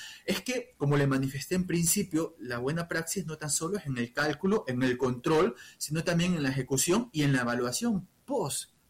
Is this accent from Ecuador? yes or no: yes; Portoviejo, Manabí, Ecuador; soy portovejense, manabita, presente en aquel evento telúrico